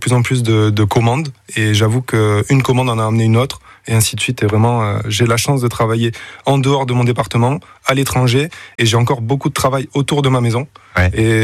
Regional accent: Occitanie, France; Et j'ai grandi en Cerdagne, donc j'ai un réseau là-haut.

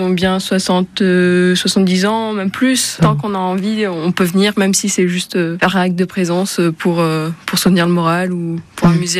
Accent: Bessamorel, Auvergne-Rhône-Alpes, France; je viens de Bessamorel et je suis étudiante cette année au Puy après avoir fait mes études à Saint-Étienne.

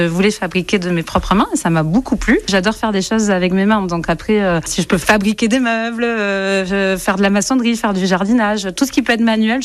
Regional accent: Narbonne, Occitanie, France; born there; now in Landes, France; Je suis née sur Narbonne et mes parents faisaient la vigne.

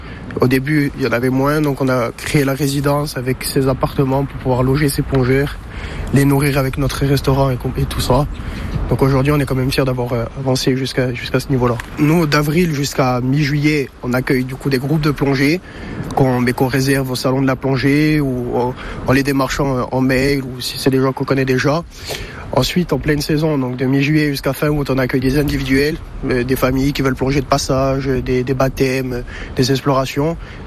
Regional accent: Galeria, Corsica, France; Alors moi je suis originaire de Galeria du côté de ma mère, donc j'ai grandi au village depuis que je suis tout petit, même si mon père à l'origine est originaire de Guagne. J'ai passé toute ma vie ici, ma famille est d'ici, Et j'ai toutes mes attaches ici, travail, amis.

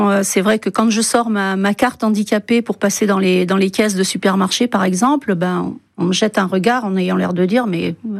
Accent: Centre-Val de Loire, France; now in Benaille, France; je ne suis pas originaire de Benaille, je suis originaire du Sancerre.

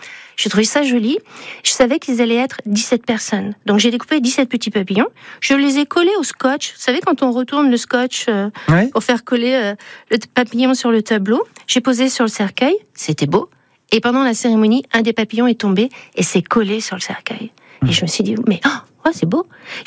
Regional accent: Auvergne-Rhône-Alpes, France; born there; also born or lived in Philippines; Je suis née en Haute-Savoie.

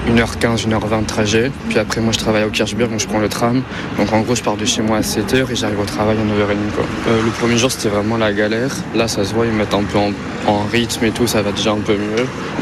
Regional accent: Metz, Grand Est, France; Moi, du coup, je viens de Metz, donc je prends déjà le train de Metz jusqu'à Thionville.

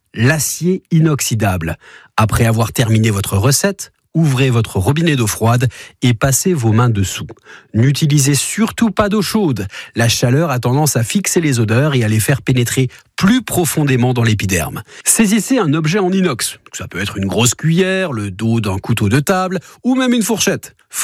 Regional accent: Grand Est, France; Et par chez nous, en Alsace, on a tendance à mettre la dose en ail.

